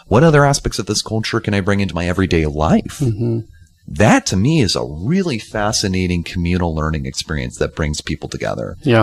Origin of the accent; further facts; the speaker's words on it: Evansville, Indiana, United States; growing up in Evansville, Indiana